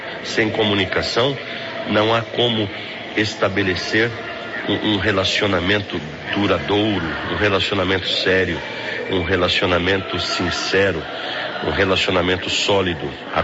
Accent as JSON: {"language": "Portuguese", "region": "São Paulo", "country": "Brazil", "moved": "yes", "lives_now": "Curitiba, Brazil", "said": "tratando-se de um paulista como eu, sim, está um pouco baixa, 13, 12 graus, não é tão, é uma temperatura muito usual de onde eu vim."}